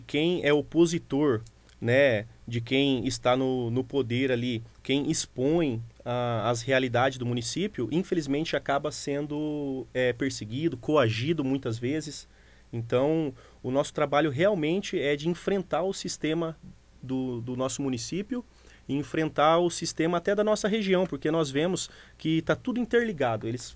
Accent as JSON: {"language": "Portuguese", "town": "Assis Chateaubriand", "region": "Paraná", "country": "Brazil", "tie": "born there", "said": "Sou nascido em Assis."}